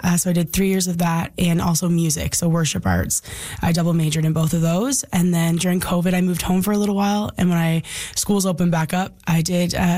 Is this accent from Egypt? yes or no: no; Labrador City, Newfoundland and Labrador, Canada; I grew up in Lab City just being a part of Encore Entertainment mostly, which I started when I was 14.